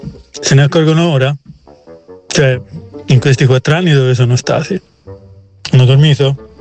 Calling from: Pisa, Tuscany, Italy

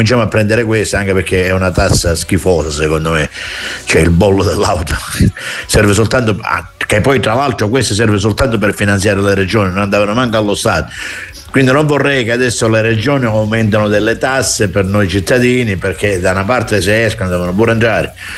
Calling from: Scalea, Calabria, Italy; da Scalea.

